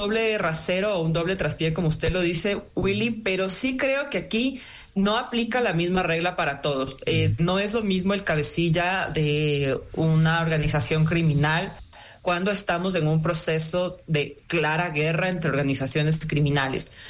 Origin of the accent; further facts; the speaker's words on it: Ecuador; quiero creer como ecuatoriana